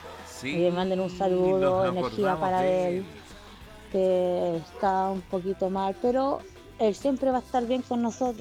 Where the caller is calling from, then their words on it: Concón, Valparaíso, Chile; somos aquí, pues, de Concón.